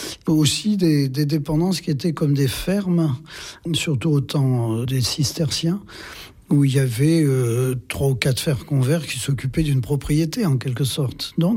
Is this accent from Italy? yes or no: no; Limoges, Nouvelle-Aquitaine, France; moved away; Oui, je suis originaire du Limousin, de Limoges même, oui.